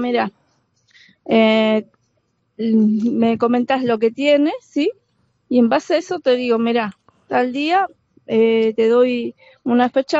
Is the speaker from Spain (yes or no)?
no; Manuel Alberti, Buenos Aires Province, Argentina; Ah, yo soy de Manuel Alberti, del partido de Pilar.